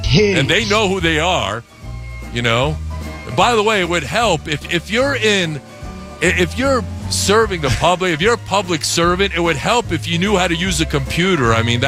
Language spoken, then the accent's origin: English; New York City, New York, United States; also born or lived in the Bronx; now in Tampa, United States; I was born in the Bronx. I was raised in Queens.